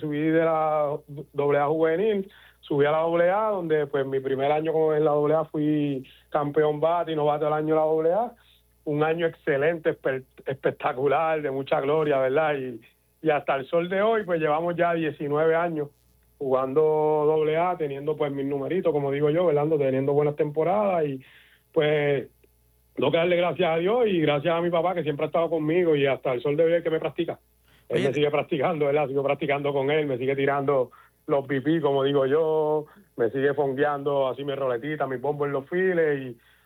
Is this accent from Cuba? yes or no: no; Hormigueros, Puerto Rico; Yo nunca he salido de Hormiguero. Yo siempre he nacido, criado, todas mis pequeñas ligas, ligas juveniles, todas las ligas que yo he jugado de pelota siempre ha sido aquí en mi pueblo natal, en Hormiguero